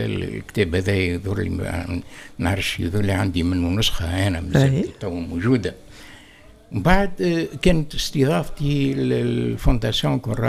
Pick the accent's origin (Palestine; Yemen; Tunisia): Tunisia; Sidi Bou Said, Tunis Governorate; born there; ما كانوش فما برشا صغار في سيدي بوسعيد.